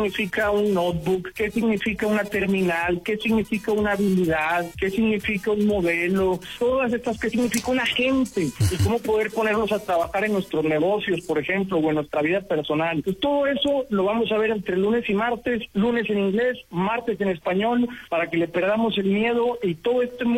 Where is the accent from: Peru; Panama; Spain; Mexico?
Mexico; Muy contento como mexicano, como latino, de tener la oportunidad de ir a compartir de estos temas